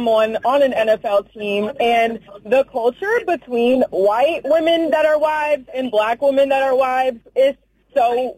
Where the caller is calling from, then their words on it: Indianapolis, Indiana, United States; I'm calling from Indianapolis.